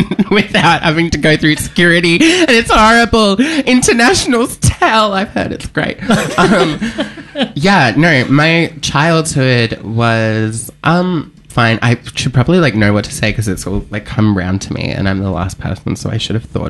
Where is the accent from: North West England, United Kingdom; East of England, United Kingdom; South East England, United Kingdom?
East of England, United Kingdom; So I grew up in Norfolk in England, as a small country town